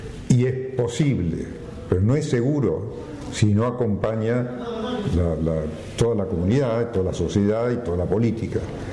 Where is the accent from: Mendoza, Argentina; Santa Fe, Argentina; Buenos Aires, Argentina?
Buenos Aires, Argentina; born there; En realidad yo soy nacido en Buenos Aires.